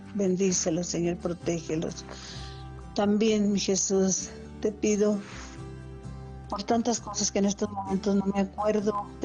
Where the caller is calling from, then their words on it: Jongapeo, Michoacán, Mexico; Jongapeo, Michoacán